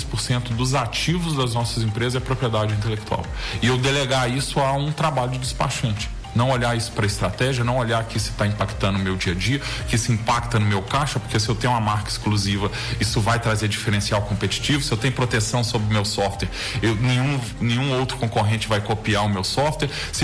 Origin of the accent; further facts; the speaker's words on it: Minas Gerais, Brazil; now in Lages, Brazil; Sou de Minas.